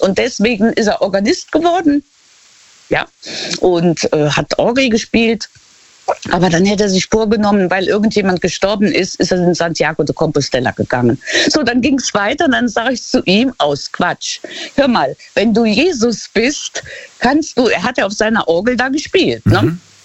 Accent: Luxembourg; und dieses Gemäldekaffee heißt das bei uns in Luxemburg

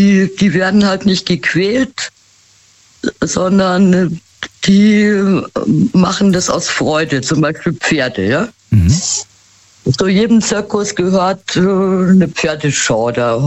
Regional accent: Munich, Bavaria, Germany; Da war ich nämlich x-mal, weil ich komme aus München, ja.

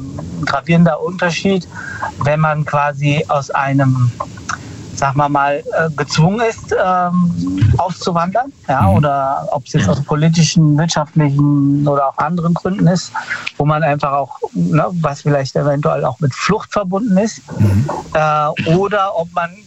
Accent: Frankfurt, Hesse, Germany; Ich komme aus Frankfurt.

